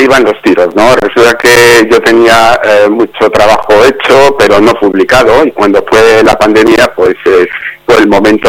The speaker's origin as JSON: {"language": "Spanish", "town": "Barakaldo", "region": "Basque Country", "country": "Spain", "tie": "born there", "also_born_or_lived": "Llodio / Bilbao", "moved": "as an adult", "lives_now": "Galicia, Spain", "said": "mis padres estuvieron emigrados en el País Vasco, concretamente 44 años, sí, motivo por el que yo nací en Baracaldo y demás, y empecé en Llodio y en Bilbao y todo esto"}